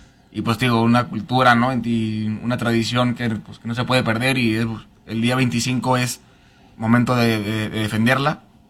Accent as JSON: {"language": "Spanish", "region": "Aguascalientes", "country": "Mexico", "said": "toreé en la feria de San Marcos también, ahí en mi tierra"}